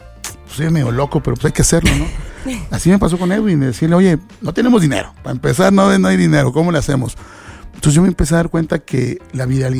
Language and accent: Spanish; Mexico; Realmente somos mexicanos